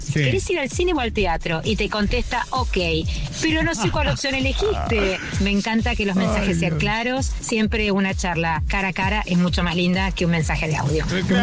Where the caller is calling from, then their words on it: Buenos Aires, Argentina; de Colegiales.